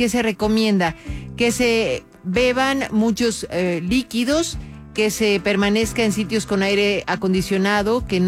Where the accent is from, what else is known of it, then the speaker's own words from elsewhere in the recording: Tijuana, Baja California, Mexico; Yo nací y crecí en Tijuana